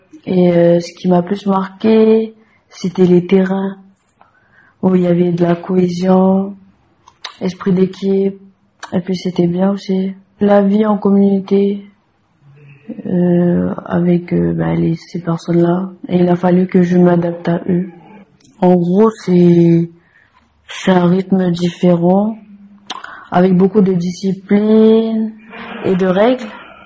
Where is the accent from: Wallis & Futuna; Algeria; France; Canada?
Wallis & Futuna; moved away; j'ai 20 ans, je suis originaire de Wallis